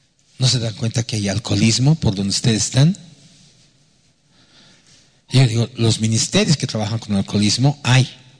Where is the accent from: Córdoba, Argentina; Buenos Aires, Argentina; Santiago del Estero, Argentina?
Buenos Aires, Argentina; Para empezar, yo también vengo de la Buenos Aires, ¿no? Tampoco vengo del planeta de las estrellas.